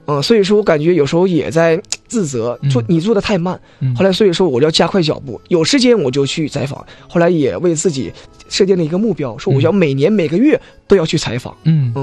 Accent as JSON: {"language": "Chinese", "town": "Liuhe", "region": "Jilin", "country": "China", "tie": "born or raised there", "said": "我的家乡柳河，"}